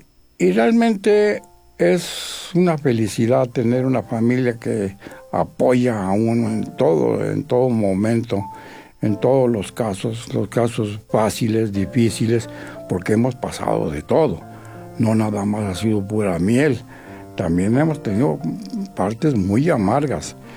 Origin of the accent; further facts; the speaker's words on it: Mexico City, Mexico; born there; now in Pachuca, Mexico; porque sin la I no soy yo. Yo nací en el Distrito Federal, hoy le dicen Ciudad de México, y ya tenemos aquí en Hidalgo, desde Tulancingo y Pachuca, 45 años viviendo aquí.